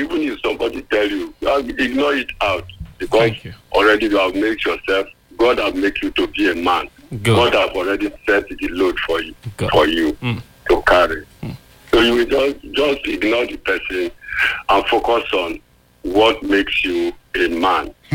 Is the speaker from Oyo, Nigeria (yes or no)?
no; Ugbioko, Edo, Nigeria; from Ugbioko.